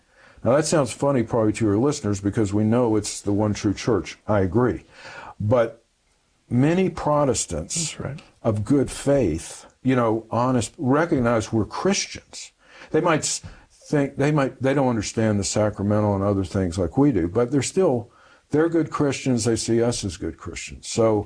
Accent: the South, United States; You know, I grew up in the South.

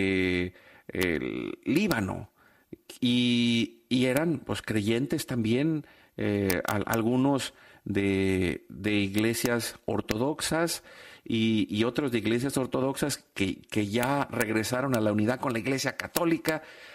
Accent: Veracruz, Mexico; moved away; also born or lived in Yucatán; en Yucatán, donde nosotros vivimos muchos años. Yo me crié en Veracruz, que es más o menos en el Golfo

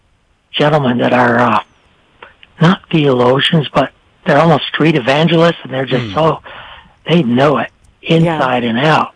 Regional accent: Mooers, New York, United States; born there; first language French; English is a second language

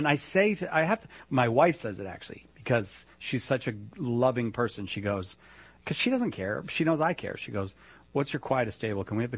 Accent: Boston, Massachusetts, United States

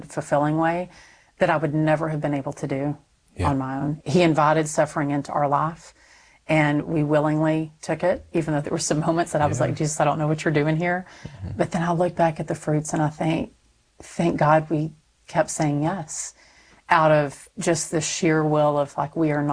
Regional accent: Texas, United States; So I'm Texan.

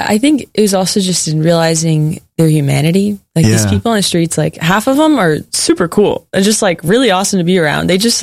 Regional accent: Texas, United States; And talking about our home states. I've never talked about Texas more in my life.

